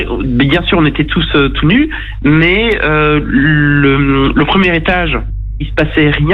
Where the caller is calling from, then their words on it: Guingamp, Brittany, France; je suis à Guingamp